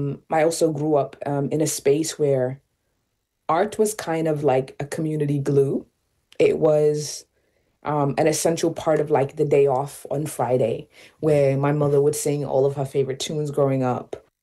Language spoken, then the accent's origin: English; Cairo, Cairo Governorate, Egypt; first language Arabic; English is a second language; also born or lived in Khartoum, Sudan; Well, Arabic is my first language. And I grew up, I was born in Sudan, Khartoum, and I moved. My mother left and fled when I was about 4 years old and moved to Cairo.